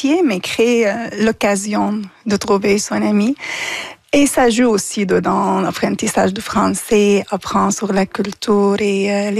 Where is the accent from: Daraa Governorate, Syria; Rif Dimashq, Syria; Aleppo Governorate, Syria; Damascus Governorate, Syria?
Damascus Governorate, Syria; Damascus; now in Quebec, Canada; moi, je viens de Damas, une ville, elle est considérée la première ville populée dans l'histoire.